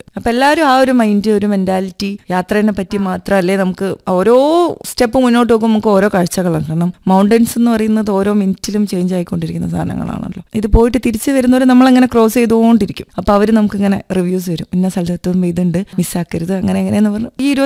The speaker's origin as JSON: {"language": "Malayalam", "town": "Thamarassery", "region": "Kerala", "country": "India", "moved": "as an adult", "lives_now": "Thiruvananthapuram, India", "said": "കോഴിക്കോട് താമരശ്ശേരി കൂടത്തായിലാണ്. ഇപ്പം ട്രിവാൻഡ്രത്ത് ഞാനും ഹസ്ബൻഡും കൂടെ സെറ്റിൽ."}